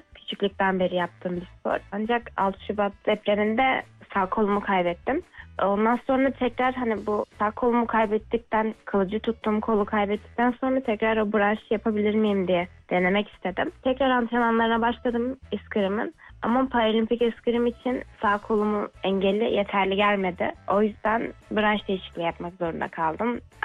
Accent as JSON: {"language": "Turkish", "region": "Adıyaman", "country": "Turkey", "said": "Adıyamanlıyım, Adıyaman'da yaşıyorum. 21 yaşındayım."}